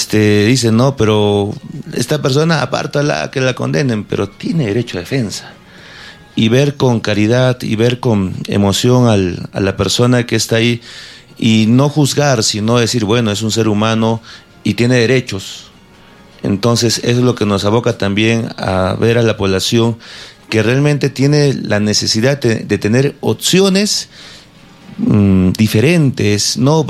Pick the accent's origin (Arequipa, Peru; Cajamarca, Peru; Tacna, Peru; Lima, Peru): Arequipa, Peru; Jacobo Hunter; Toda mi vida, desde que he empezado a caminar. Mis primeros pasos han sido en Hunter.